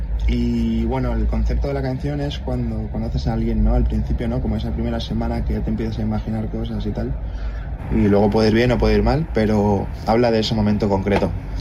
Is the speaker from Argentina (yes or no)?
yes; Argentina; born there; nací en Argentina y he tenido muy en cuenta siempre el rock nacional de allí